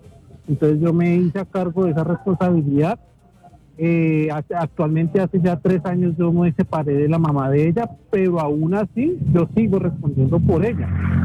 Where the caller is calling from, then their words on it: Ibagué, Tolima, Colombia; te habla aquí de Ibagué, Tolima.